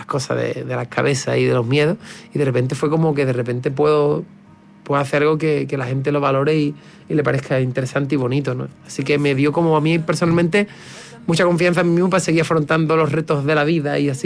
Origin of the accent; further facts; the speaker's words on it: Cádiz, Andalusia, Spain; en mi forma y en mi esencia y en mi manera de contar y de cantar las cosas está muy presente mi tierra, ¿no? Está Cádiz, ¿no? Está el carnaval, está Andalucía, está la cultura de mi tierra